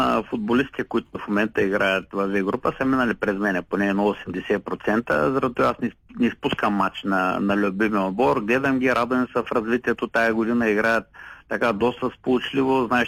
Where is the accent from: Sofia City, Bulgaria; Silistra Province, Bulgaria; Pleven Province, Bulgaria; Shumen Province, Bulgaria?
Shumen Province, Bulgaria; Shumen; с отбора на родния ми град Шумен